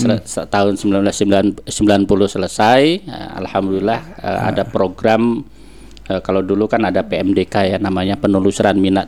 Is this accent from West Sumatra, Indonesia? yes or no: no; Bintan Island, Riau Islands, Indonesia; Nah, tapi walaupun dari suku Jawa, alhamdulillah saya lahir besar di Pulau Bintan.